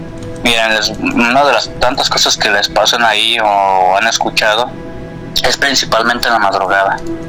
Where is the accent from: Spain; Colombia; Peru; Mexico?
Mexico; La Barca, Jalisco; moved away as an adult; now in Guadalajara, Mexico; allá en el pueblo donde yo soy, porque pues, de recuerdo soy de allá de La Barca, Jalisco, es un pueblo que está aquí como a hora y media de aquí de Guadalajara